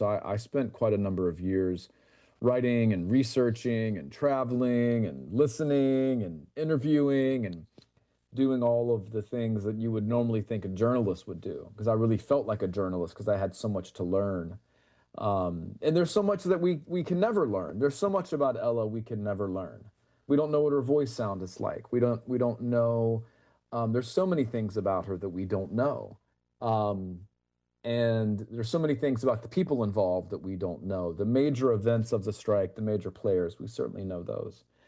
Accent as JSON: {"language": "English", "town": "Gastonia", "region": "North Carolina", "country": "United States", "tie": "born or raised there", "moved": "yes", "said": "I grew up in Gastonia, North Carolina, where the novel's set. I was the first generation in my family not to be born in a mill village."}